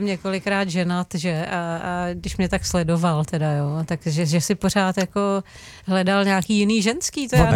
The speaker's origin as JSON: {"language": "Czech", "region": "Prague", "country": "Czechia", "said": "Ale tak nezapomeň, že jsme oba z Prahy, jo? To je jako za prvé, jo? Protože v Praze se znají všichni, že jo?"}